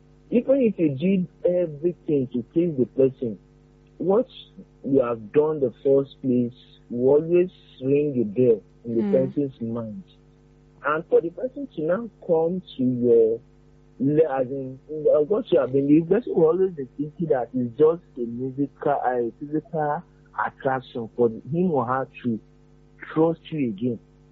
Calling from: Akwata, Southwest Region, Cameroon; I'm calling from Akwata.

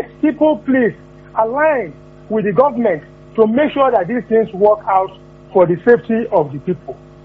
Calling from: Ibadan, Oyo, Nigeria

